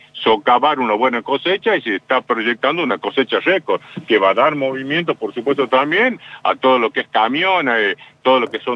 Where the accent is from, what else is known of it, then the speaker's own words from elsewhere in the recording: Santiago del Estero, Argentina; si bien soy de Santiago del Estero